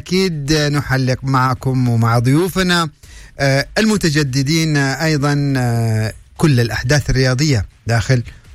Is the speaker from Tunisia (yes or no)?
no; Saudi Arabia; بلادنا المملكة العربية السعودية، السعودية العظمى